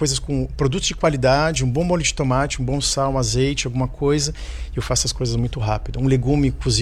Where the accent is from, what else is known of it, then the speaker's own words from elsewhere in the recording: Santos, São Paulo, Brazil; moved away as an adult; also born or lived in England; eu nasci em Santos e fiquei pouco tempo por lá, uns 20 anos.